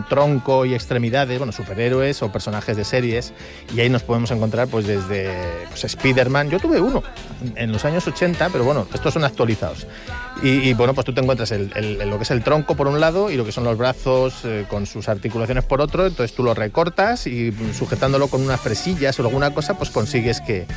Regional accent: Spain

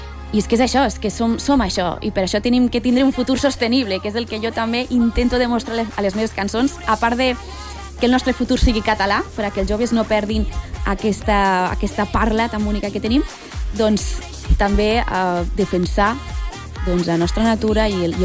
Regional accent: Catalonia, Spain; el meu cor és català, doncs perquè sóc catalana i jo també somio en català

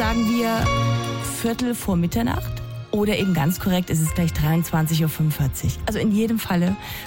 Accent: Dresden, Saxony, Germany; also born or lived in Erzgebirge; Und ich komme ja aus Sachsen ursprünglich, ne? Im Erzgebirge geboren und in Dresden aufgewachsen.

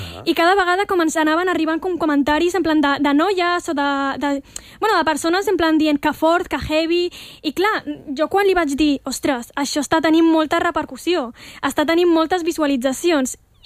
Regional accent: Morocco; also born or lived in Catalonia; now in Spain; Soc catalana, però soc del Marroc, saps?

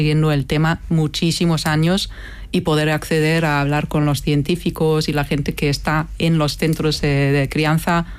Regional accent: Germany; also born or lived in United Kingdom; now in Spain; y soy alemana en una zona donde mayormente se ha votado por el Brexit.

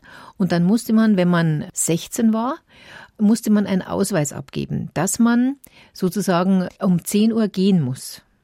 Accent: Munich, Bavaria, Germany; bis ich 10 Jahre alt habe ich sind wir in Schwabing aufgewachsen. Und dann sind wir Gott sei Dank nach Moosach gezogen, ans Ende der Welt. Damals, weil da war gar nichts, da war noch Oberwiesenfeld, da gab es kein Olympiagelände, gar nichts.

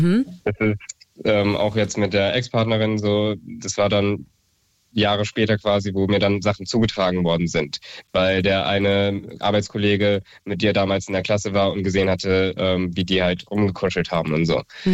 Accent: Marburg, Hesse, Germany; Ich komme aus Marburg.

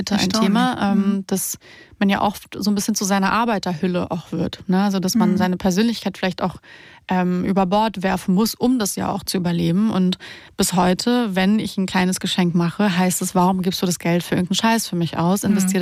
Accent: Romania; wir kommen ja zum Teil aus Rumänien und wer sich da auskennt, weiß, dass Rumänien lange keinen Kaffee hatte

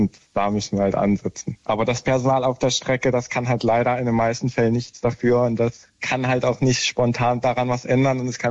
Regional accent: Dresden, Saxony, Germany; Ich komme ja aus Dresden.

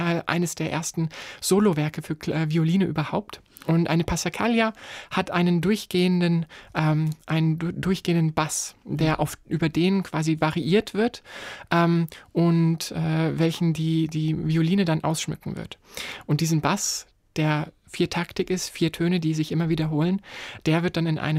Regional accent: Fulda, Hesse, Germany; weil das Fulda Festival in meiner Heimatstadt stattfindet

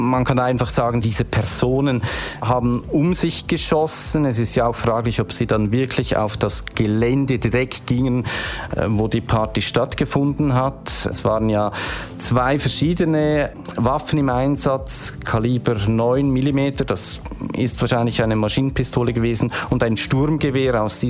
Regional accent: Aarau, Aargau, Switzerland; Ich bin hier in Aarau aufgewachsen.

